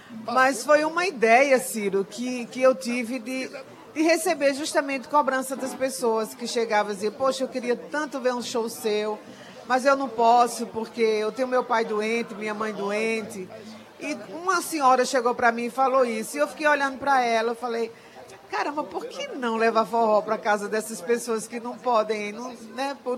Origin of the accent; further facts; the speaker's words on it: Sertânia, Pernambuco, Brazil; Todo mundo da verdade, minha terra, a vovó. De Sertânia.